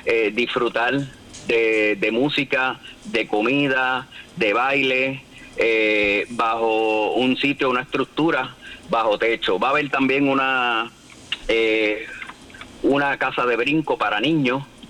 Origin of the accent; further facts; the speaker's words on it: Puerto Rico; lo que somos nosotros los puertorriqueños